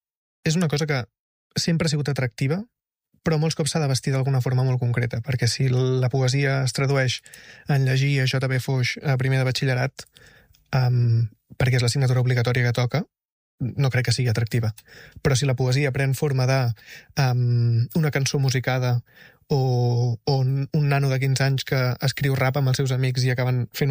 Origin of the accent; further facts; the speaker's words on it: El Masnou, Catalonia, Spain; born there; al meu poble, que és Masnou